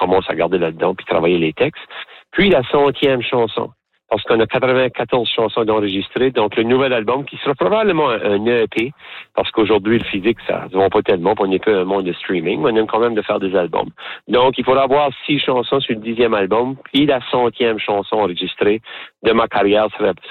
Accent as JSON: {"language": "French", "region": "New Brunswick", "country": "Canada", "accent": "chiac", "said": "nous, on mélange un peu l'anglais, ils appellent ça le chiac, mais c'est un peu comme ça qu'on parle, notre accent."}